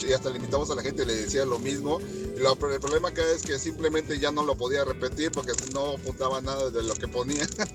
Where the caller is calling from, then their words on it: Yucatán, Mexico